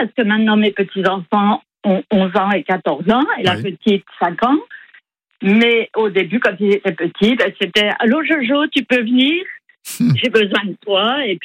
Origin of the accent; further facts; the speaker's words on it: Grand Est, France; Mais là, moi, je suis des Ardennes. J'ai un petit truc sur Sanary.